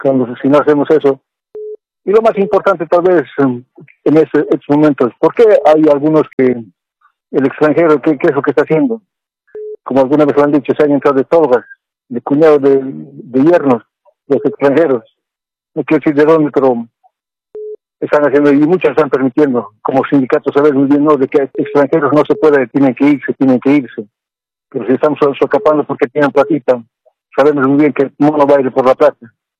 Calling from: Oruro, Bolivia; También soy quiquincho, soy de Oruro, mi padre es de Norte Potosí, mi padre es Cochala

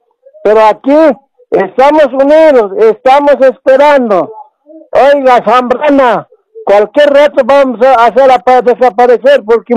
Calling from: La Paz, Bolivia; los paseños somos fuertes, nunca nos han vencido.

